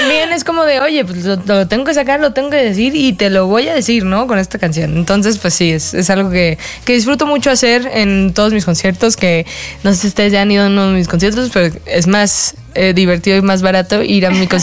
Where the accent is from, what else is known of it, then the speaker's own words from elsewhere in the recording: Mexico; los mexicanos somos mucho de nuestras mamás